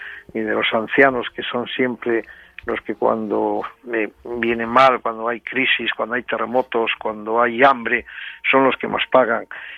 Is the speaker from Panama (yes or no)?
no; La Rebollada, Asturias, Spain; born or raised there